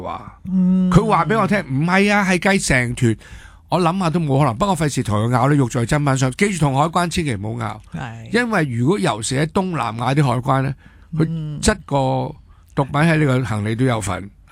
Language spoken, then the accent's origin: Cantonese; Hong Kong; 我唔系日本，我系中国香港。我唔系讲香港，我系中国嘅香港。九七年呢，我永远系中国香港嘅。